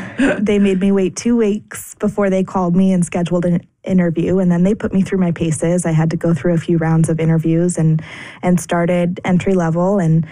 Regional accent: Chico, California, United States; moved away as an adult; also born or lived in Los Angeles / London / New York; Well, I grew up here in Chico

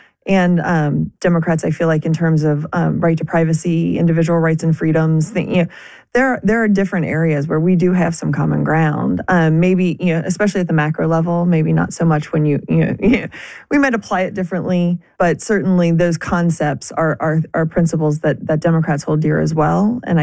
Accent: Villa Hills, Kentucky, United States; I am a lifelong Northern Kentuckian, born and raised in Villa Hills. I live in Erlanger.

